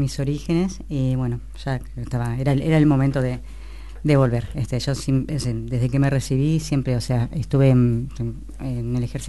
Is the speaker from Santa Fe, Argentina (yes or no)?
no; General Villegas, Buenos Aires Province, Argentina; born there; moved away; yo soy nativa de Villegas